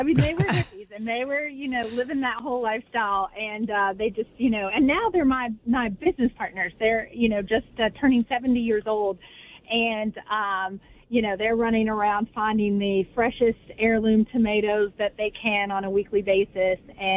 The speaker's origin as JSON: {"language": "English", "town": "Beckley", "region": "West Virginia", "country": "United States", "tie": "born or raised there", "moved": "yes", "said": "here I am back in my hometown in Beckley, West Virginia"}